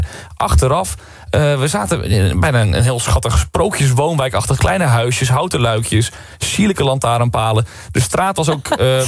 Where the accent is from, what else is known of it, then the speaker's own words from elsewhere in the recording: Utrecht, Netherlands; Dus ik kom zelf uit Utrecht